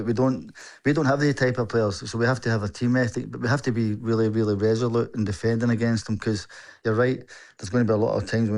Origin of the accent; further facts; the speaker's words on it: Scotland, United Kingdom; Well, I think growing up in Scotland, we're a small nation and Brazil's an iconic footballing country.